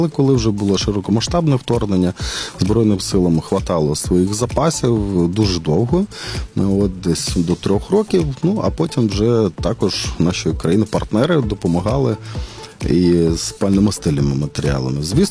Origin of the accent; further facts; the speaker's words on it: Ivano-Frankivsk, Ivano-Frankivsk Oblast, Ukraine; Я теж з Франківська.